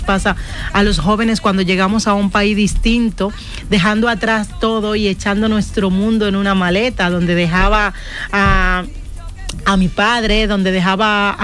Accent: Dominican Republic; moved away as an adult; now in Spain; ya no soy esa chiquita jovencita que llegó a España con tantas ilusiones. Sigo con las mismas ilusiones de luchar por los míos, por mi tierra, por la mujer dominicana

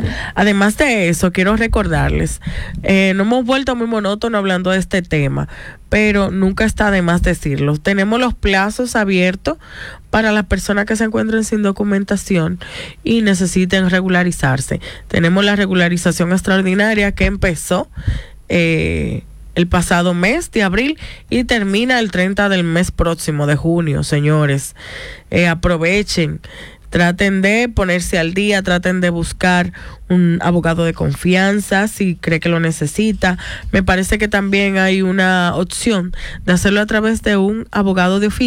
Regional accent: Dominican Republic

